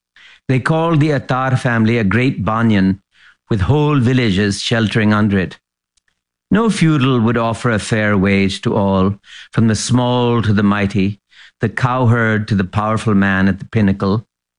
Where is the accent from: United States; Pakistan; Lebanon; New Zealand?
Pakistan; Lahore, Punjab; I was brought up in Lahore, and we had these you know, wonderful old, you know, they're called servants, I guess.